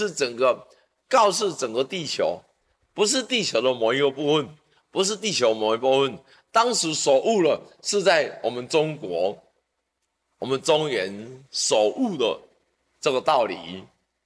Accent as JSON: {"language": "Chinese", "country": "Taiwan", "said": "在我6年前快7年了，那时候我到纽西兰去，我们很多那时候我们台湾人。到纽西兰移民去了。"}